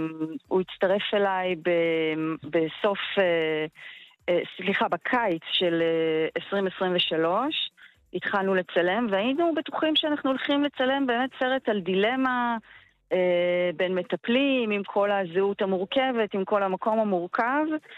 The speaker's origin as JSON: {"language": "Hebrew", "town": "Kinneret", "region": "Northern District", "country": "Israel", "tie": "born or raised there", "said": "אני גדלתי בכנרת המושבה, זה מקום ככה עם היסטוריה מאוד ענפה"}